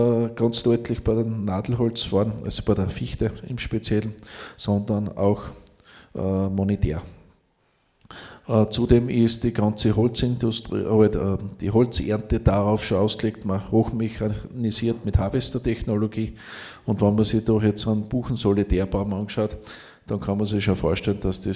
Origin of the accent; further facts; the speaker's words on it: Styria, Austria; now in Freistadt District, Upper Austria, Austria; ich komme gebürtig aus der Steiermark